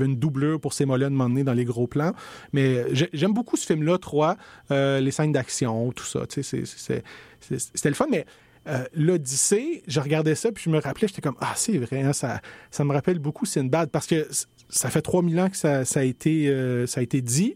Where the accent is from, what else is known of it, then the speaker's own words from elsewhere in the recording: Laval, Quebec, Canada; Puis je dis, ah non, mais c'est parce que je viens de Laval.